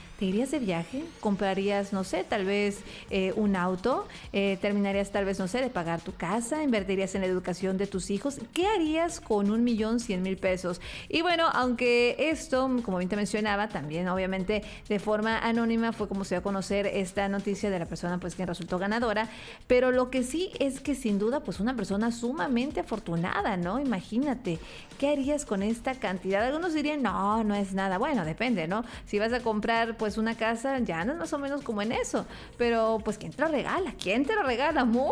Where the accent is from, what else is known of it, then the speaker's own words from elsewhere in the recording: Veracruz, Mexico; Qué afortunados somos los veracruzanos